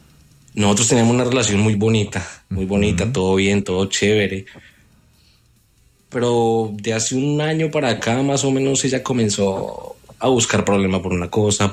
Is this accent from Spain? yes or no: no; Colombia; now in Chile; soy colombiano.